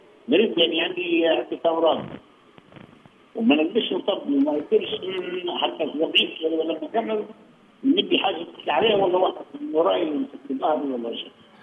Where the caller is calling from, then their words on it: Misrata, Misrata District, Libya; من مصراتة